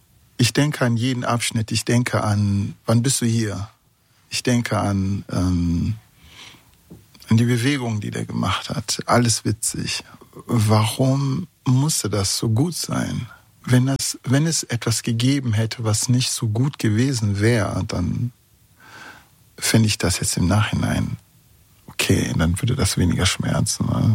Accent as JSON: {"language": "German", "town": "Bonn", "region": "North Rhine-Westphalia", "country": "Germany", "said": "aber auch dann als Zaungast und als Bonner und dann heißt es, ey, da war was"}